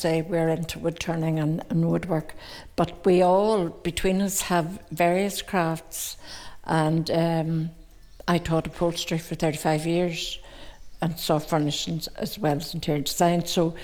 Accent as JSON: {"language": "English", "town": "Downpatrick", "region": "Northern Ireland", "country": "United Kingdom", "moved": "yes", "lives_now": "Annalong, United Kingdom", "said": "I'm originally from Downpatrick."}